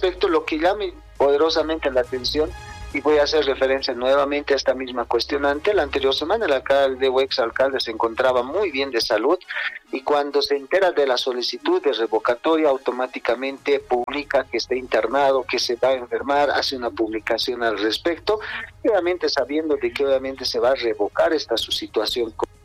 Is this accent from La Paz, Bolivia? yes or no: yes; La Paz, Bolivia; los paseños somos de Ñeques, los paseños somos los que determinamos la situación política del país